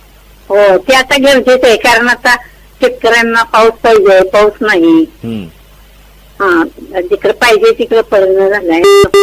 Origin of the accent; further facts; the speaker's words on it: Maharashtra, India; आपले कोल्हापूर जिल्ह्यात असतं एवढा नसतं इकडं. मी कोल्हापूर जिल्ह्याचीच आहे.